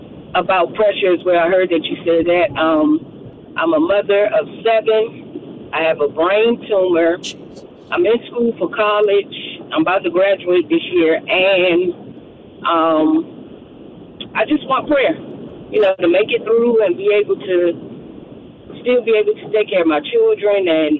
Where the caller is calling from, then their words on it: Baltimore, Maryland, United States; I'm from Baltimore.